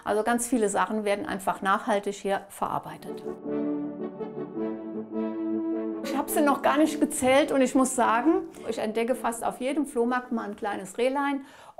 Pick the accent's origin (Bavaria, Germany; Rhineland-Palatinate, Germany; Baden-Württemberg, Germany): Rhineland-Palatinate, Germany; born or raised there